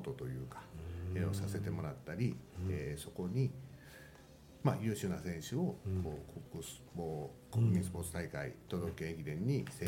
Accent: Kobe, Hyogo, Japan; accent: Kansai dialect; moved away as an adult; also born or lived in Tokyo; 兵庫県神戸市の出身です。

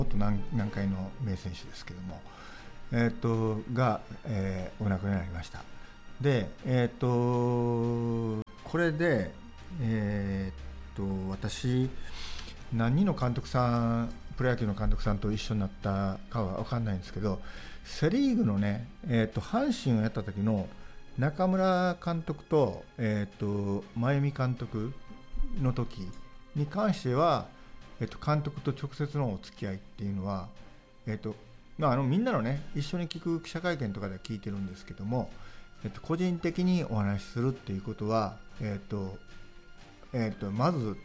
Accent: Kobe, Hyogo, Japan; born there; 神戸生まれで神戸を愛するキャリアコンサルタントでフリーライターの

